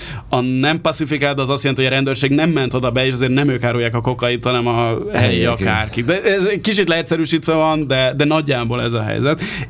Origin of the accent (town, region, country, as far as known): Hungary